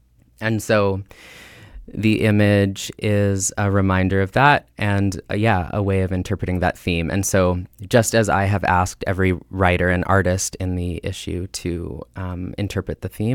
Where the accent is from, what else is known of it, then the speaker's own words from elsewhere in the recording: British Columbia, Canada; near the town that I grew up in the Thompson Okanagan area of British Columbia.